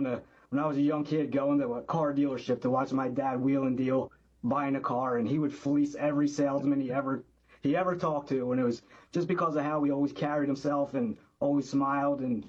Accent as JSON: {"language": "English", "town": "Clifton Heights", "region": "Pennsylvania", "country": "United States", "said": "I'm from the beautiful town of Clifton Heights, Pennsylvania, right outside of Philadelphia."}